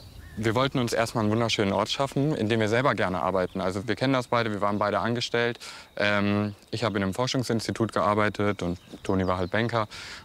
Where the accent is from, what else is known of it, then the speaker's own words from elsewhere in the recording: Hanover, Lower Saxony, Germany; also born or lived in Düsseldorf; Das hilft auf mich auf jeden Fall zu. Ich komme eigentlich aus Hannover.